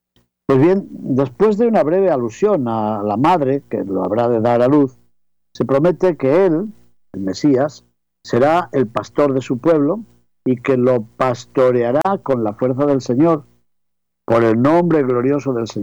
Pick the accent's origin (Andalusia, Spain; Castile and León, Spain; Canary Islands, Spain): Castile and León, Spain; León; en la hermosa catedral de mi ciudad natal, de León